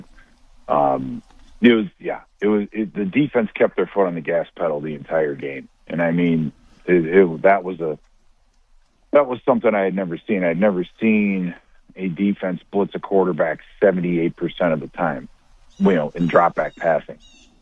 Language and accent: English; Chicago, Illinois, United States; moved away as an adult; now in Minnesota, United States; Growing up in Chicago and then getting drafted and moving up here.